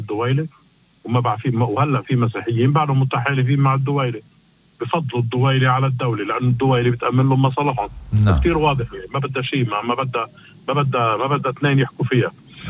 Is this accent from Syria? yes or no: no; Lebanon; نحن كلبنانيين